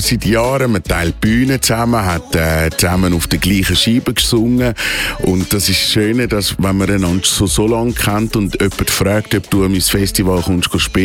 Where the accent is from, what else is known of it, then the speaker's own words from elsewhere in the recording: Männedorf, Zurich, Switzerland; Ich bin ein Seebub, ich bin in Männendorf aufgewachsen.